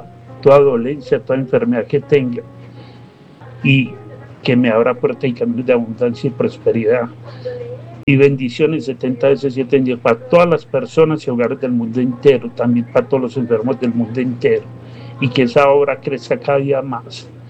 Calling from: Itagüí, Antioquia, Colombia; en sintonía desde el barrio Balcones de Sevilla, Itagüí.

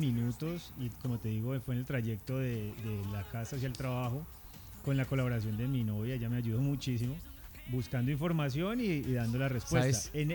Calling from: Jamundí, Valle del Cauca, Colombia; yo vivo en Jamundí.

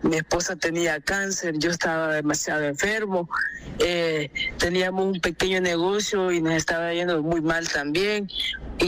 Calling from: Ahuachapán, El Salvador; Desde Aguachapán.

